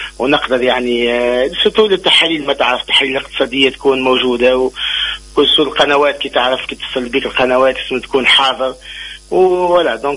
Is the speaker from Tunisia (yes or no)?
yes; southern Tunisia, Tunisia; moved away; ومرحبا بأهلي في الجنوب التونسي.